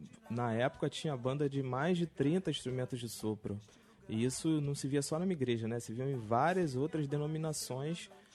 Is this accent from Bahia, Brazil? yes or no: no; Rio de Janeiro, Brazil; Do Rio de Janeiro.